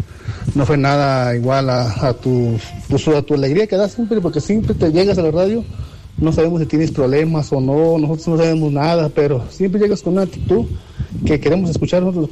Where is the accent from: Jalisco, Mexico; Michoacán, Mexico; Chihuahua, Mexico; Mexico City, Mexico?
Michoacán, Mexico; Apatzingán; now in Morelia, Mexico; Saludos de aquí, los amañines de aquí, estamos trabajando en Morelia. Somos de Patzingán, pero estamos en Morelia.